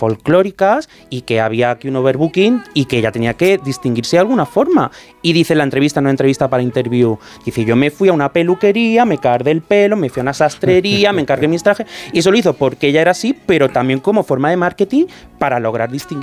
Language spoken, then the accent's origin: Spanish; Andalusia, Spain; porque yo soy andaluz, o sea que él llevaba como muy en la sangre esto del folclore